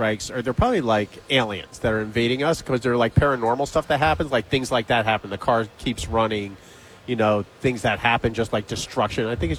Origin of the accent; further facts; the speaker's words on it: Yonkers, New York, United States; where I grew up in Yonkers